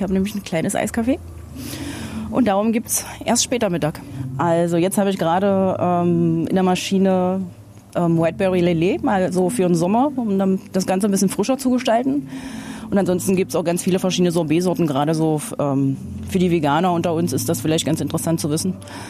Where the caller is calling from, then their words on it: Wolmirstedt, Saxony-Anhalt, Germany; ich komme aus Wolmirstedt.